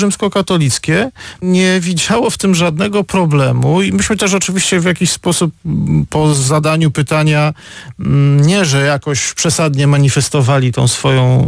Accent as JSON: {"language": "Polish", "town": "Odolanów", "region": "Greater Poland Voivodeship", "country": "Poland", "tie": "born or raised there", "said": "Przecież ja się wychowałem w rzeczywistości katolickiej. Moja rodzina w Odolanowie, w południowej Wielkopolsce, była jedyną rodziną luterańską. Jeszcze były dwie pojedyncze osoby."}